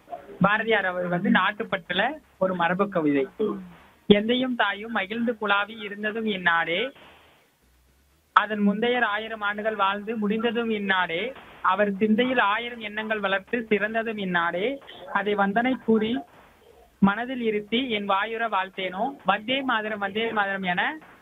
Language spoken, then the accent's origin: Tamil; Kozhikkal Natham, Tamil Nadu, India; கோழிக்கால் Natham.